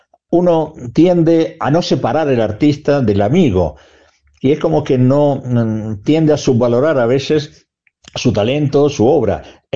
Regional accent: Uruguay; moved away; de quién fui yo, allá en Uruguay. Y como siempre digo, he salido de Uruguay, pero Uruguay no ha salido nunca de mí.

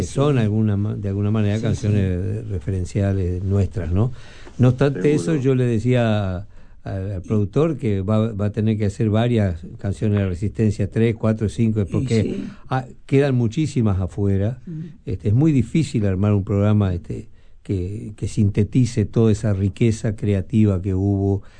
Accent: Uruguay

